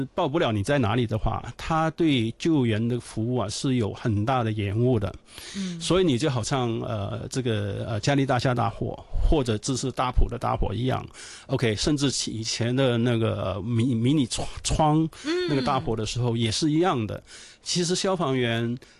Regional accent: Hong Kong; 我们香港人是不太懂分东西南北的吧？

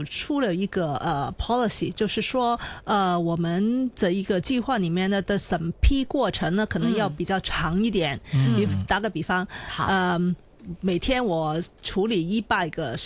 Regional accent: Hong Kong; 我们香港人

